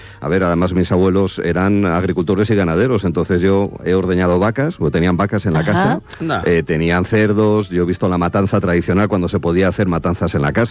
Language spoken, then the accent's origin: Spanish; Cantabrian coast, Spain; para los que somos del Cantábrico y esto, la emigración interior de los años 60, 70, de muchísima gente que se fue a trabajar a Madrid, a Cataluña, País Vasco, Asturias también, bueno, pues digamos que yo soy hijo de aquella emigración